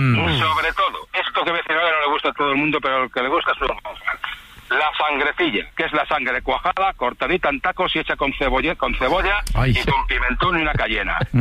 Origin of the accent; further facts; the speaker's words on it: Valladolid, Castile and León, Spain; Yo soy de Valladolid, de capital, ¿vale? Generaciones.